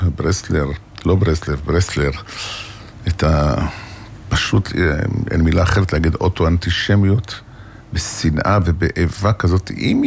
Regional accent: Yokneam, Northern District, Israel; את מכיר את אוכלוסיית יוקנעם, אני גדלתי, הילדות שלי זה באזור

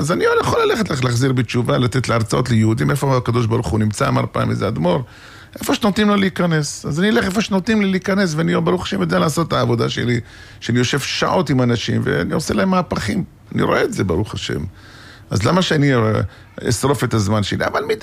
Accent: Yokneam, Northern District, Israel; את מכיר את אוכלוסיית יוקנעם, אני גדלתי, הילדות שלי זה באזור

